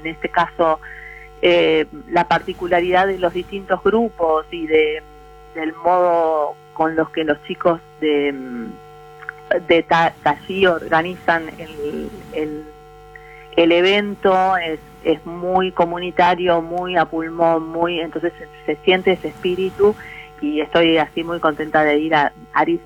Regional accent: Buenos Aires, Argentina; soy de Buenos Aires, entonces también hay algo de sabor a tango en lo que hago

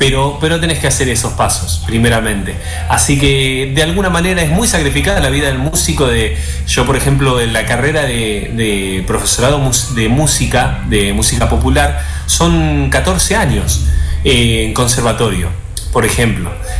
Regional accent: Mar del Plata, Buenos Aires Province, Argentina; Soy marplatense, exactamente.

